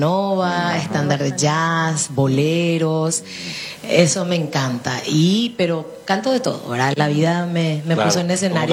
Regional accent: Paraguay

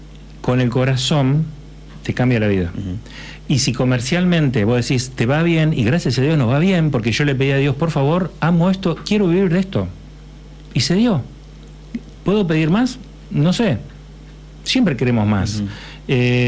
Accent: Argentina; en Argentina estamos pasando un momento complicado.

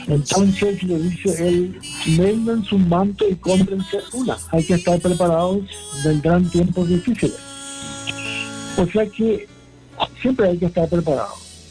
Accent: Jesús, Itapúa, Paraguay; Mi pueblo, sí, que es Jesús, se mudó 4 veces

